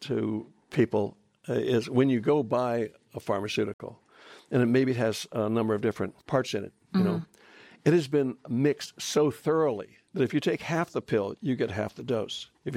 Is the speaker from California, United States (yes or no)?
yes; California, United States; I grew up in Southern California. Marijuana was something that Mexicans used and that black jazz musicians used and things like that.